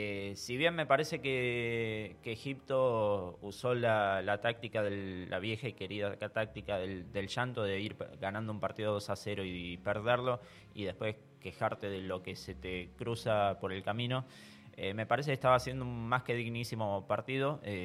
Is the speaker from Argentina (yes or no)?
yes; Argentina; Yo como argentino les agradezco muchísimo.